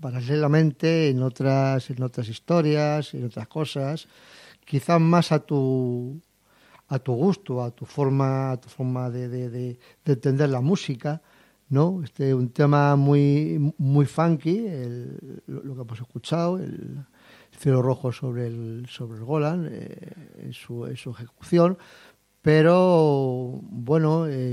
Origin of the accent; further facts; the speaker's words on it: Madrid, Community of Madrid, Spain; Soy un poco exagerado y eso que soy de Madrid, no soy andaluz.